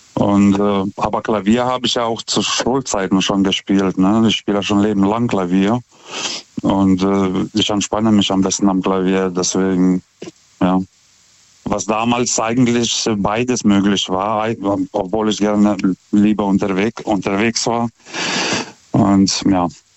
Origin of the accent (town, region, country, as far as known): Lithuania; now in Germany